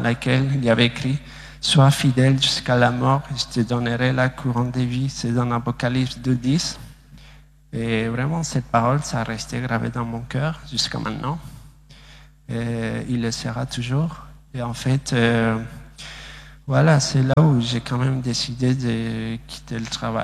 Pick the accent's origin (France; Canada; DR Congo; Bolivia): Bolivia; French is a second language; j'ai 25 ans et je suis bolivien. Je viens de la Bolivie, en fait, je me trouve en Amérique du Sud.